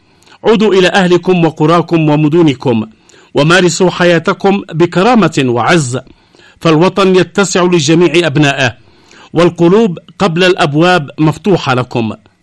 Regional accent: Yemen; إن عودتنا إلى بعضنا وتنازلنا لبعضنا كيمنيين إخوة في الوطن والمصير المشترك

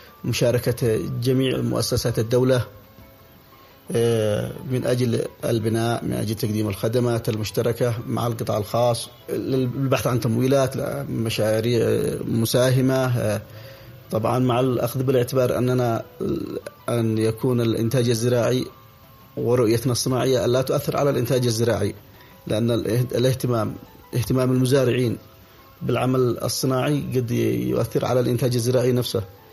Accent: Yemen

